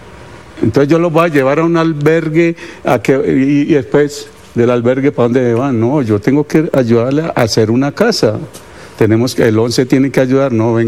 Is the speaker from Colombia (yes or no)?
yes; Colombia; todos tenemos que ser Colombia, que esto es Colombia, esto no es una región, somos colombianos todos